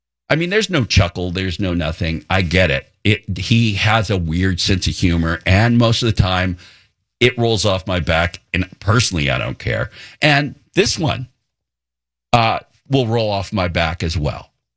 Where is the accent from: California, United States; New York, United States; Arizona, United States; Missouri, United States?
California, United States; Ventura County; now in San Diego, United States; Growing up in Ventura County on the border